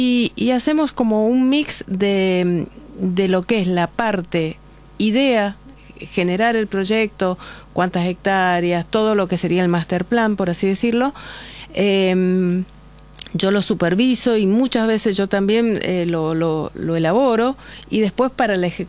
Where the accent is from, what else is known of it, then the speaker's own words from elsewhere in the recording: Mendoza, Argentina; now in Buenos Aires, Argentina; Por eso vengo de Mendoza y estamos formando gente en el lugar, claro.